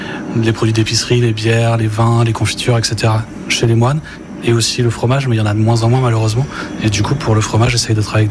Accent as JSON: {"language": "French", "town": "Nantes", "region": "Pays de la Loire", "country": "France", "said": "Je suis nantais."}